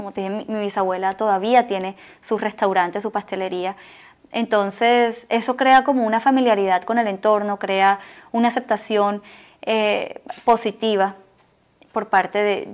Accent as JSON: {"language": "Spanish", "town": "Barranquilla", "region": "Atlántico", "country": "Colombia"}